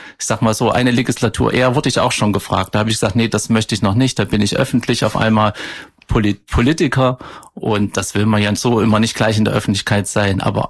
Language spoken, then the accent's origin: German; Bad Berka, Thuringia, Germany; ich hatte eine schöne Kindheit in Bad Berka und in der Umgebung und ich möchte meiner Heimat wieder was zurückgeben.